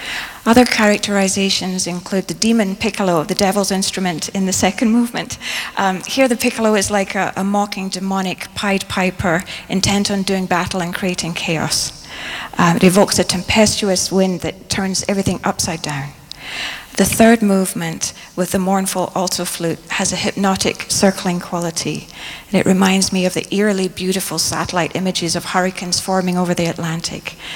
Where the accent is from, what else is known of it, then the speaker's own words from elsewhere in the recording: Largs, Scotland, United Kingdom; I grew up in Largs on the west coast of Scotland.